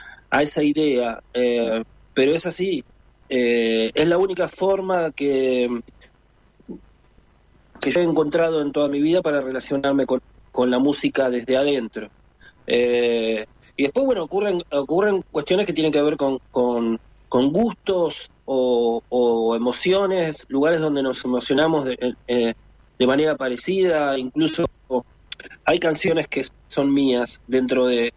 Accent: La Plata, Buenos Aires Province, Argentina; Yo soy de La Plata y vivo en La Plata

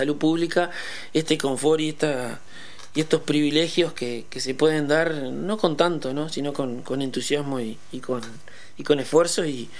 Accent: Rosario, Santa Fe, Argentina; moved away; soy de la ciudad de Rosario, no soy oriundo de Nueva Albesia

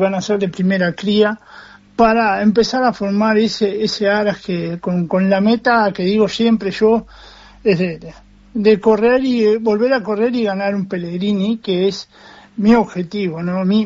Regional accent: Castillos, Rocha, Uruguay; yo me crié entre las carreras de caballo, pero en el interior, yo soy nacido y criado en Castillos

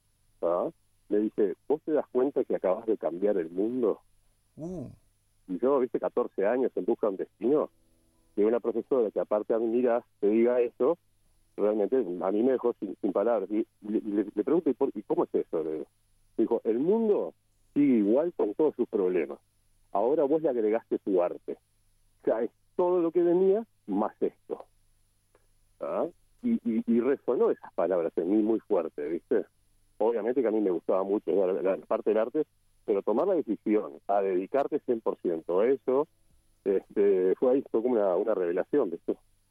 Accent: Uruguay; En realidad, todos mis hermanos tienen nombres italianos. Pero no, soy bien uruguayo.

